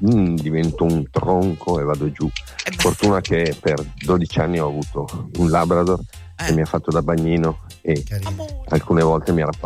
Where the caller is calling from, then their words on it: Carugate, Lombardy, Italy; da Carugate.